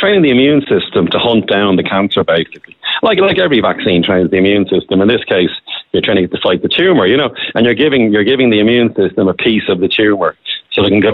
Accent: Ireland; And they're all talking about … to me, given that I'm from Ireland.

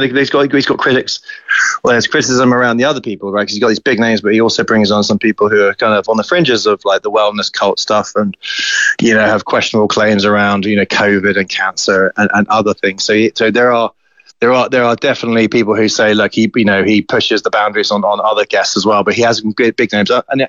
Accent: United Kingdom; I'm British

